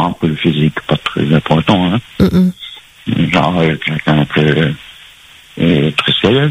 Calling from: Saint-Paul, Réunion; je suis de Saint-Paul.

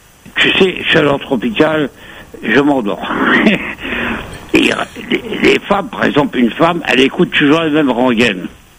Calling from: Corsica, France; moi je suis corse

